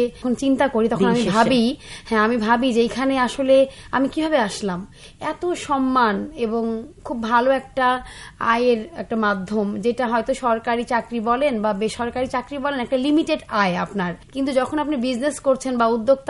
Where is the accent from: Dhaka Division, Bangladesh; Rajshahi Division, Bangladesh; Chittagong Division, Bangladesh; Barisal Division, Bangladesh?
Rajshahi Division, Bangladesh; যেহেতু আমি রাজশাহীতে বড় হয়েছি, বলতে গেলে গ্রামই, রাজশাহীতে বড় হয়েছি।